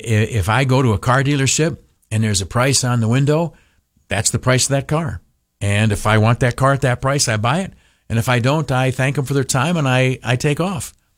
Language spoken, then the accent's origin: English; United States; I'm American to the bone, buddy.